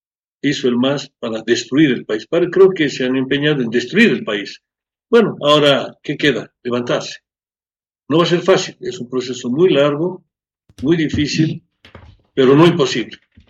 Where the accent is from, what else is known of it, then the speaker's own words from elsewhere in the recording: Bolivia; como asambleísta, como boliviano, tenemos la obligación de trabajar por el país